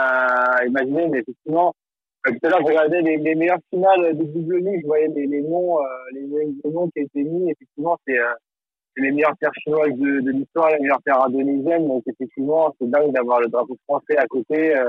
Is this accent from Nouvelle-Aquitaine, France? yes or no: no; Betton, Brittany, France; also born or lived in Saint-Grégoire; Moi, je suis de Bétonnette de base